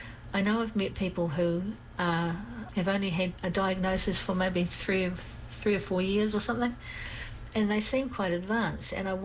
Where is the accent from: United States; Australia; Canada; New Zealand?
New Zealand; Rotorua, Bay of Plenty; I grew up in Rotorua, which is one of the smelliest places you could ever be, although you do just get used to it, and it's worse in some parts than others.